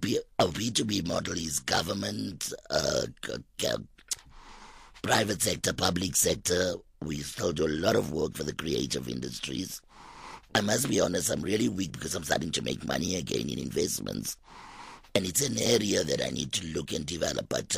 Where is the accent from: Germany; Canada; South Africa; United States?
South Africa; And we're coming from South Africa.